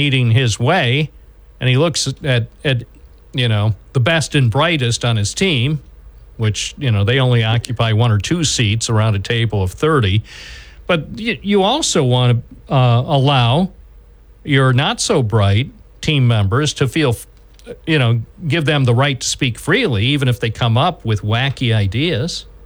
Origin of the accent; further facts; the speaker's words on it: United States; if I didn't grow up in this country and I didn't believe in this country